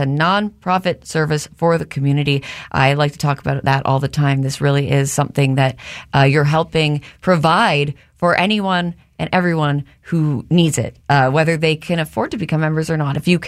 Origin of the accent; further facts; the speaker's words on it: Canada; moved away; I come from Canada.